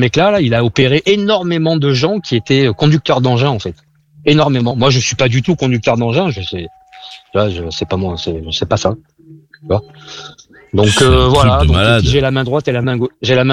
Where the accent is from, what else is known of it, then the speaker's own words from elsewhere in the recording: Limoges, Nouvelle-Aquitaine, France; Je suis de Limoges et la maladie, elle est de Limoges.